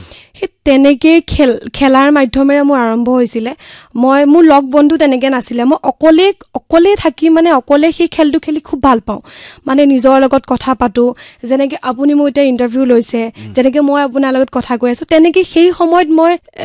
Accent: Kaki, Assam, India; যিহেতু মোৰ ঘৰ কাকীত হয়, কাকীতে যিসমূহ অভিনয়ৰ কৰ্মশালা হয় সেই কৰ্মশালাত মই যোগদান কৰিলোঁ।

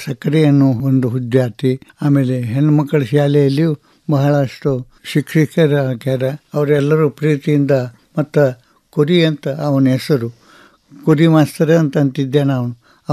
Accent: Ramdurg, Karnataka, India; ನಾನು ರಾಮದುರ್ಗ ನಮ್ಮ ಊರಲ್ಲಿ ನಾನು ಶಿಕ್ಷಕನಾಗಿ ಕೆಲಸ ಮಾಡುವಾಗ

